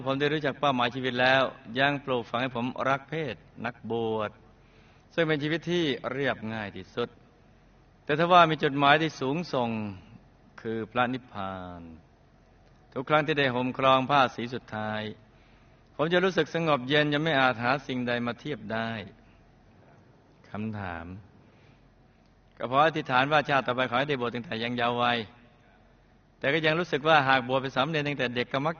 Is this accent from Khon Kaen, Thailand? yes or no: yes; Khon Kaen, Thailand; born there; ผมเกิดที่เมืองดอกคูณเสียงแคนจังหวัดขอนแก่นเป็นลูกคนสุดท้องในจำนวนพี่น้องชายล้วน3คน